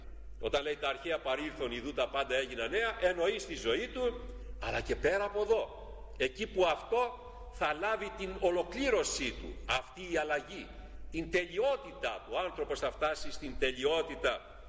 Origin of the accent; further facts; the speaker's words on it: Western Greece, Greece; born there; moved away; Και εγώ από παιδί πήγαινα, γινότανε στο χωριό μου ένα ζωοπανήγυρι εκεί